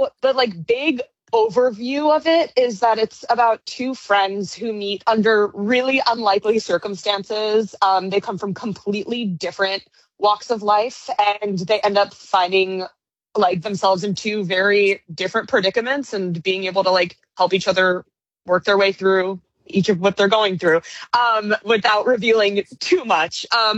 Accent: New York City, New York, United States; I am born and raised in New York City. So I got the privilege of growing up around a lot of Broadway.

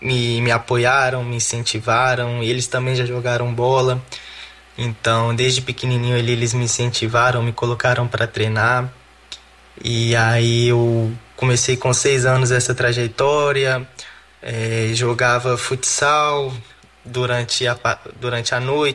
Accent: Belo Horizonte, Minas Gerais, Brazil; moved away as an adult; no meu bairro, que é o bairro Serrano, onde eu cresci em Belo Horizonte

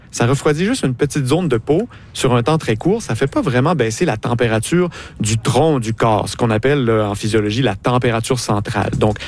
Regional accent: Quebec, Canada

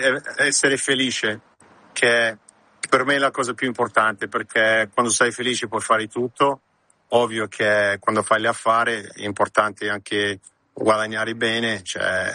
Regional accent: Australia; now in Milan, Italy; un mio amico che siamo cresciuti insieme in Australia con Max Vieri

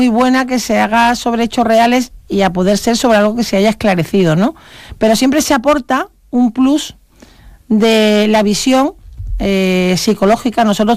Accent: Seville, Andalusia, Spain; en mi tierra, que yo soy sevillana

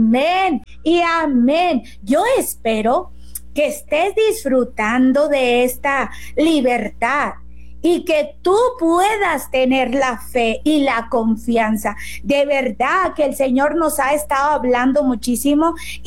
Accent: Zihuatanejo, Guerrero, Mexico; moved away; Es mi tierra por allá.

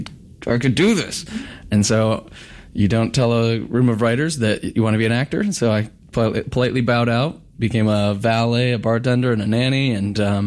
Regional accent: Grand Rapids, Michigan, United States; now in Los Angeles, United States; Yeah, like you said, I'm from West Michigan, Grand Rapids, Stevensville area.

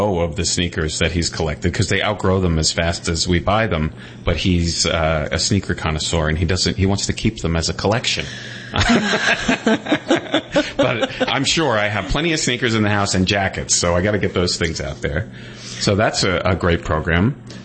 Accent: Ronkonkoma, New York, United States; I grew up right here in Ronkonkoma.

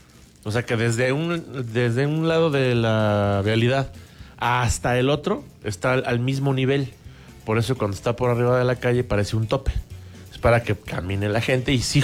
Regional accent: Querétaro, Mexico; Queretanérrimo.

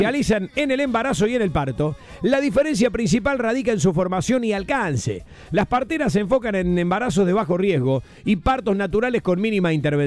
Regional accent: Rosario, Santa Fe, Argentina; born there; nací en Rosario yo.

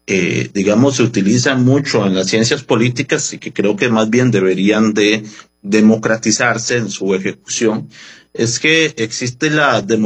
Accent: Costa Rica; nuestra propia historia como costarricenses

